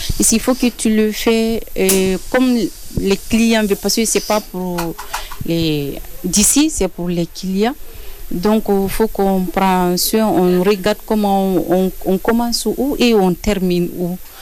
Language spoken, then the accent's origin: French; Guinea; je suis guinéenne.